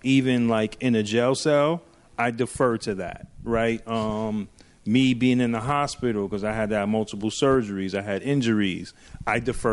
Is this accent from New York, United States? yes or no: yes; New York City, New York, United States; also born or lived in Brooklyn, New York / Queens, New York; I'm originally from Harlem, right? Okay. So Harlem raised me, but Queens made me.